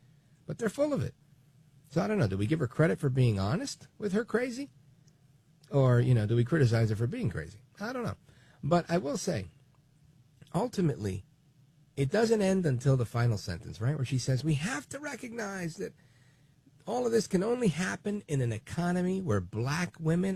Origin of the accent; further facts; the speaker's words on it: Brooklyn, New York, United States; born there; My parents are from Puerto Rico. I was born in Brooklyn, but we had one big, happy Puerto Rican family eating pernil.